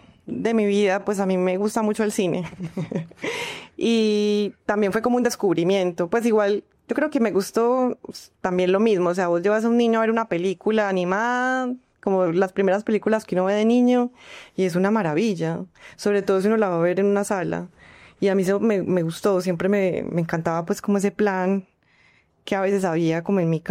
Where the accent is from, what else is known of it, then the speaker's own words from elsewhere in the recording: La Estrella, Antioquia, Colombia; now in Medellín, Colombia; yo crecí en La Estrella, entonces yo pues vivía no en Medellín, sino en La Estrella